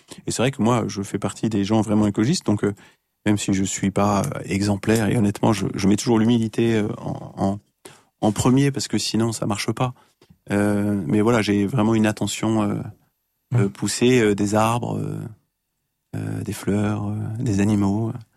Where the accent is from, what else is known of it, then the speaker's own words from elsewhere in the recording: Auvergne-Rhône-Alpes, France; parce que on est aussi de la Savoie, et donc en Savoie, j'ai toujours abattu les arbres